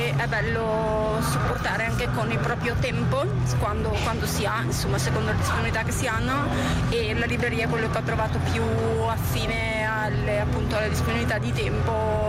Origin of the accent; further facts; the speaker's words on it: Valeggio, Veneto, Italy; ho 40 anni e sono di Valeggio, provincia di Verona.